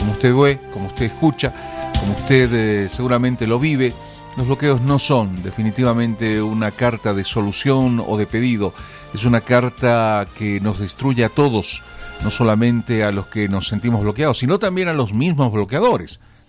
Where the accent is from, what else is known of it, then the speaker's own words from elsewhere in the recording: Bolivia; yo soy boliviano, tengo todo el derecho de transitar por las rutas que el país tiene